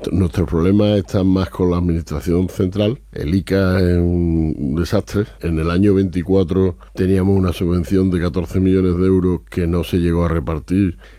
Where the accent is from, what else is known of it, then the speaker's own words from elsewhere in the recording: Huelva, Andalusia, Spain; Y después una película de chavales en Huelva, mi tierra.